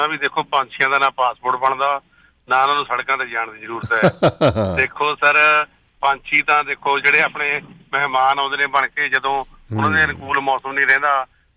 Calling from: Mohali, Punjab, India; ਮੈਂ ਜੀ ਮੋਹਾਲੀ ਤੋਂ ਬੋਲ ਰਿਹਾ

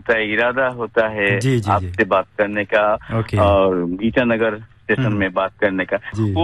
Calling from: Ramkrishna Nagar, Assam, India; मेरा गांव का नाम है राम कृष्ण नगर, डिस्ट्रिक्ट है श्रीभूमि, आसाम से तालुकात से।

